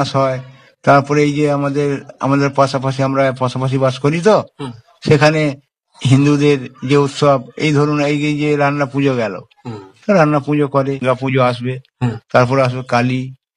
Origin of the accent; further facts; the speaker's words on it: West Bengal, India; আমার বাড়ি হচ্ছে খামারপাড়া, আমি পোলবাদপুর ব্লকের বাসিন্দার, আমনান গ্রাম পঞ্চায়েতের।